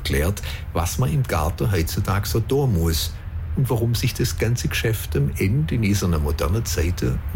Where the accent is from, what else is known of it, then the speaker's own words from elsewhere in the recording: Beisinger, Baden-Württemberg, Germany; Wie immer mit einem kleinen Liedle im Dialekt von meinem Heimatort Beisinger bei Rottweil.